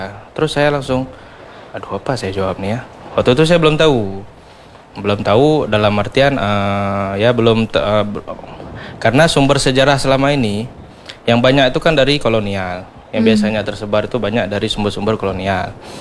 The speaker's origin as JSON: {"language": "Indonesian", "region": "Aceh", "country": "Indonesia", "also_born_or_lived": "Cairo, Egypt", "said": "saya orang Aceh."}